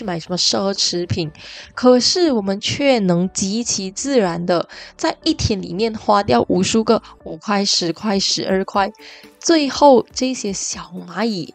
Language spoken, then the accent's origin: Chinese; Malaysia